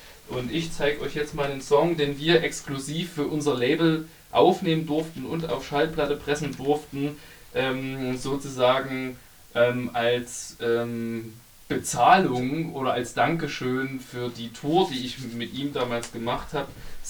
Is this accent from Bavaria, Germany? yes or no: no; Plauen, Saxony, Germany; Ich komme ursprünglich aus Plauen. Das ist im Vogtland.